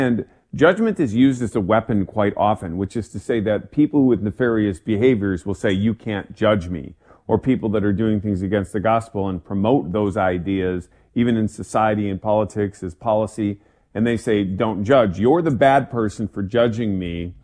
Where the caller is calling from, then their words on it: Wisconsin, United States; Well, I'm calling from Wisconsin now. Normally, it's in Florida. That's where we live generally.